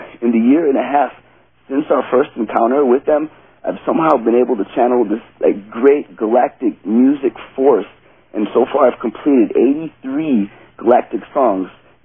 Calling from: Syracuse, New York, United States; from Syracuse, New York.

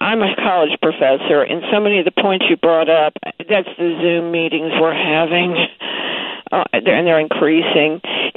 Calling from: Kentucky, United States; I'm from Kentucky, Anna. That's sort of land between the waters.

